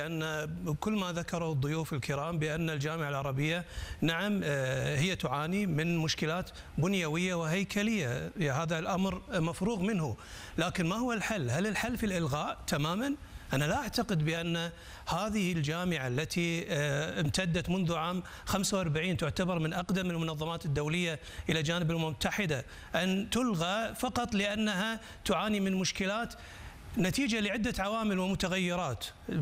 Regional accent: Kuwait; أنا من الكويت

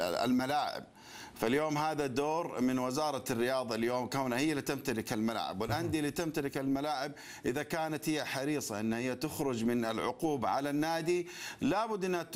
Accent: Saudi Arabia; عندنا في المملكة العربية السعودية

